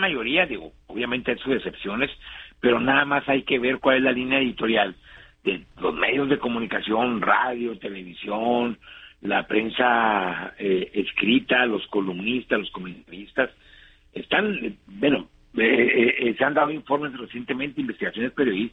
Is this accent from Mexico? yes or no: yes; Mexico; also born or lived in United States; now in Chihuahua, Mexico; estamos muy orgullosos de ser mexicanos